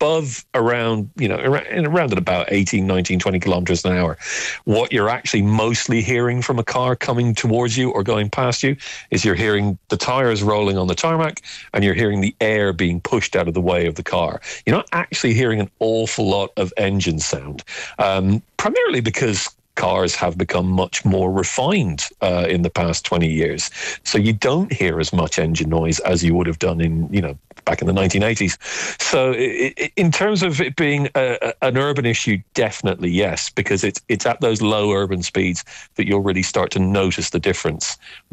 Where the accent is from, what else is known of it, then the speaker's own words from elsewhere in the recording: Munster, Ireland; this is kind of pointing out how old I am, but growing up in West Cork as a kid